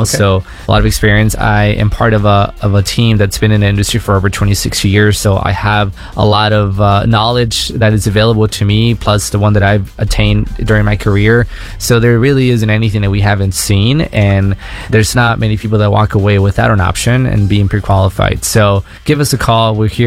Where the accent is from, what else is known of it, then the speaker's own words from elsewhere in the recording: Tucson, Arizona, United States; I grew up here in Tucson. I went to Mountain View High School. I went to U of A.